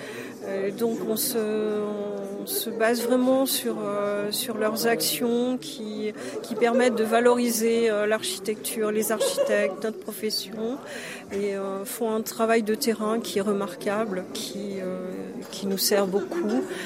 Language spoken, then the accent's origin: French; Bourgogne-Franche-Comté, France; Je suis architecte nivernaise, hein. Je suis installée dans le sud du Nivernais.